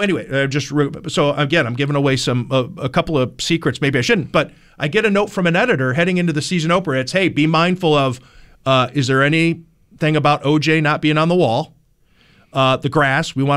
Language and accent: English; Cleveland, Ohio, United States; We had a guy there's when I was growing up on the Cleveland sports radio station who tried to make RBI a thing.